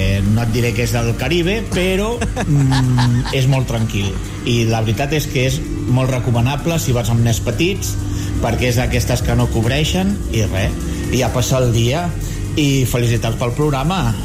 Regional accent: Badalona, Catalonia, Spain; Ei, bon dia … … de Badalona.

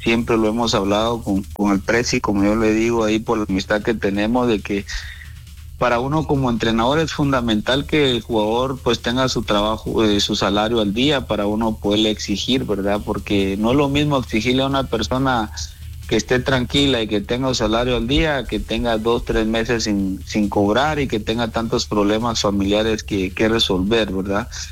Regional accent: Guatemala

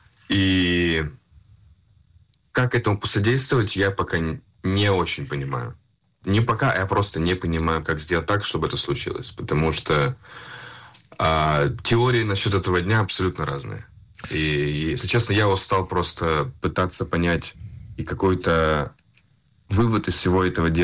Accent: Russia; moved away as an adult; also born or lived in Israel / United States; я россиянин. Я 100% россиянин. Израильтянин, да.

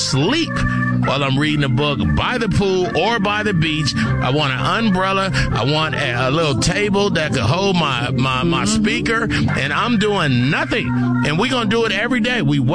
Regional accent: California, United States; I'm from California.

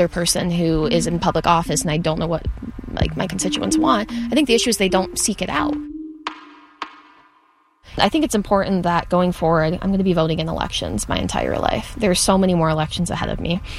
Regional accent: Oxford, Michigan, United States; I'm from Oxford, Michigan. I am 21

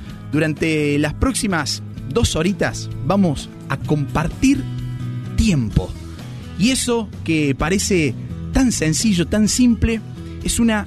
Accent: Laguna Larga, Córdoba, Argentina

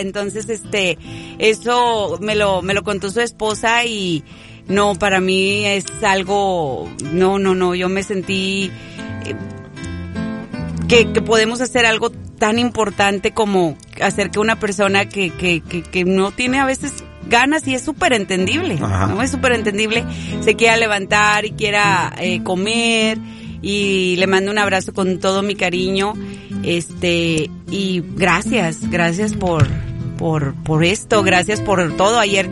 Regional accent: Zaragoza, Mexico; moved away; mucha gente de Zaragoza que fue a saludarme ayer, muchas gracias a las personas de allá de mi pueblo que fueron a saludarme

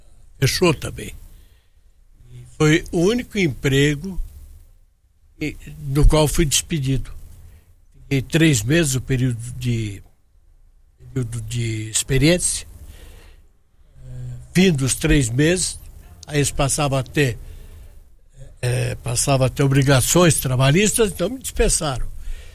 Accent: Araçoiaba da Serra, São Paulo, Brazil; born there; also born or lived in Paraná; Só nasci em Campo Largo. E era o nome de Araçoiaba quando eu nasci, depois que mudou para Araçoiaba.

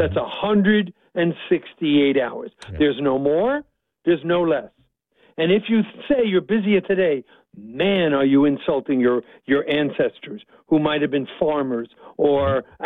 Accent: New York, United States; I talk fast. I'm from New York, so I can do this.

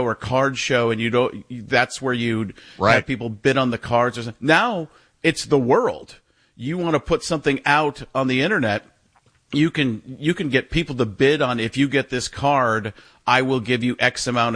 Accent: Waukesha, Wisconsin, United States; He's from Burlington, just a couple of you know, cities over from me where I grew up in Waukesha.

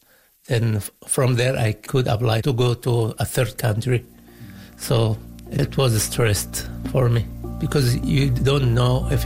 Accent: Yemen; moved away as an adult; now in Winnipeg, Canada; I'm 36 years old. I'm from Yemen. I moved here last year. I attended the Pride here in Winnipeg, and it was my first Pride ever.

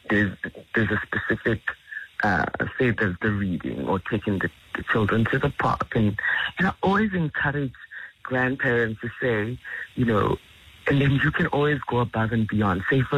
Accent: Mthatha, Eastern Cape, South Africa; where we grew up in Umtata

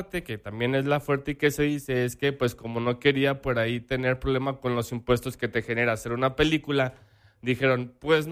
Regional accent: Mexico; Ni nosotros, que somos Sea, mexicanos

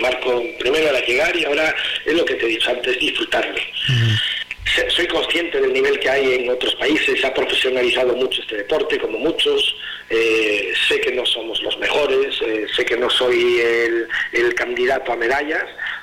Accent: Spain; Y como español, como yo, es mi doble.

